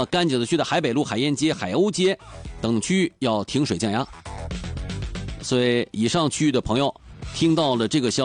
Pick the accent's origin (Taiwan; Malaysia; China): China; Dalian, Liaoning; 我们大连人啊，就太含蓄太低调了。